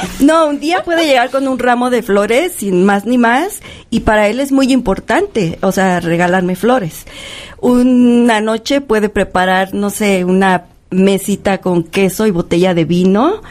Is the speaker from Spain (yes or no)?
no; Mexico; yo soy mexicana.